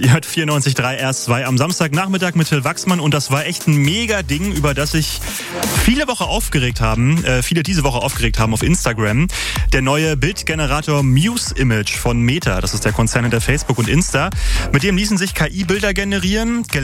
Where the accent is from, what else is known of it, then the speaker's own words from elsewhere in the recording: Berlin, Germany; Was wir als Berliner ja am besten wissen.